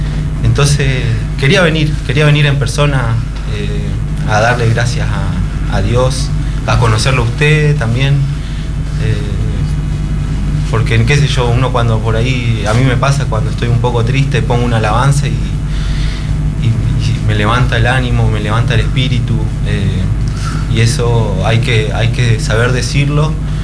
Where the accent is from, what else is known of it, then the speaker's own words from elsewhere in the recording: Río Grande, Tierra del Fuego, Argentina; yo vengo desde Tierra del Fuego, de Argentina. Mi ciudad se llama Río Grande.